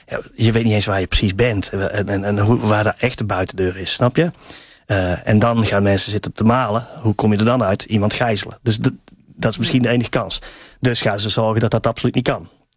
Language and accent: Dutch; Tilburg, North Brabant, Netherlands; accent: soft g; now in Amsterdam, Netherlands; Ik voel me wel een Amsterdammer. Mijn Tilburger in Amsterdam.